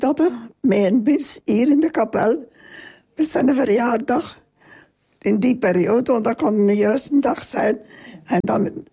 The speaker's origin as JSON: {"language": "Dutch", "town": "Halmaal", "region": "Flanders", "country": "Belgium", "said": "Ik ben van Halmaan. En dat is maar twee dorpen verder."}